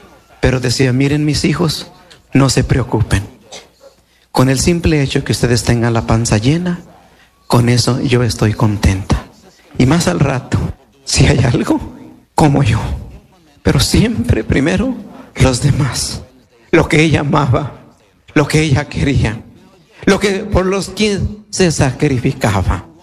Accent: Temastián, Jalisco, Mexico; Yo les digo que ahí en mi pueblo voy cada año a Temastián

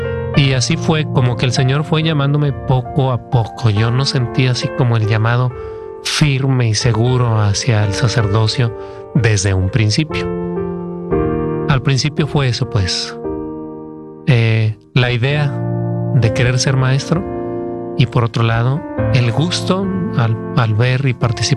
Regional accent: Jalisco, Mexico; Estar lejos de mi casa, de mi pueblo, irme a una ciudad que en aquel entonces, pues, para mí era completamente desconocida. Mi pueblo está como a 2 horas, pues, en automóvil de la ciudad de Guadalajara y yo nunca había ido a Guadalajara

